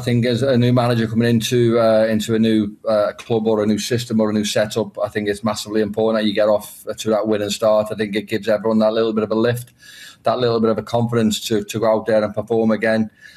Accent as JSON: {"language": "English", "town": "Liverpool", "region": "North West England", "country": "United Kingdom", "said": "I'm from Liverpool, home"}